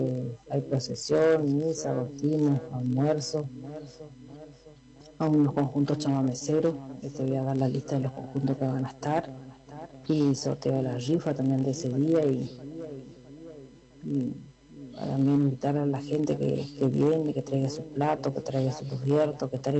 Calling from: Payubre Chico, Corrientes, Argentina; de acá de Payubre Chico.

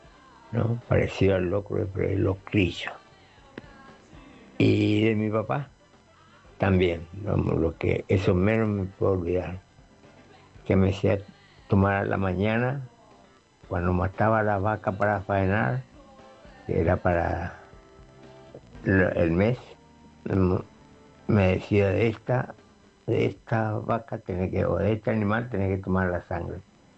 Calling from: Clorinda, Formosa, Argentina; Buenas noches, Oscar. … de Clorinda. Es Formosa.

